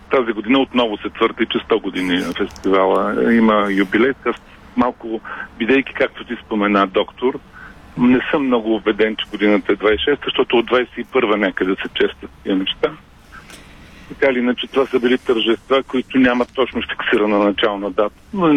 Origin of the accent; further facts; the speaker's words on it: Varna, Varna Province, Bulgaria; Аз съм израснал в сградата на Варненското радио